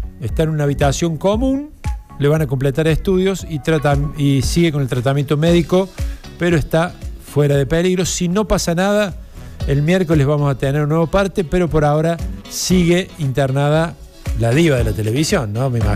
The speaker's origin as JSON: {"language": "Spanish", "country": "Argentina"}